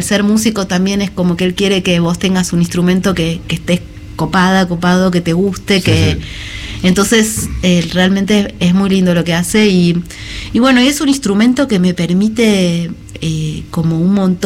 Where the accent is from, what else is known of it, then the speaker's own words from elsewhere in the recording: Buenos Aires, Argentina; now in Trevelin, Argentina; Me formé acá, empecé muy chiquita con la música